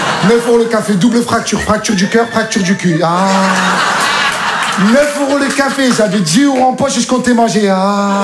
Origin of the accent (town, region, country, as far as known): Marseille, Provence-Alpes-Côte d'Azur, France